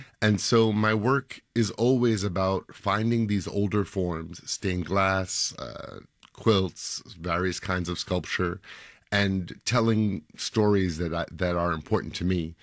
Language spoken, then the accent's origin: English; New York City, New York, United States; I love to walk, I'm a New Yorker, I walk, you're in the middle of everything.